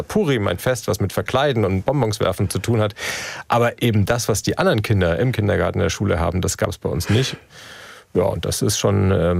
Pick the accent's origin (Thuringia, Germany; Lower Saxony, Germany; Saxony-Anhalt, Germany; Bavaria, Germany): Bavaria, Germany; Nuremberg; ich bin in Nürnberg aufgewachsen, das ist schon ein bisschen surreales Aufwachsen teilweise gewesen im Schatten der Ruinen des Reichsparteitagsgeländes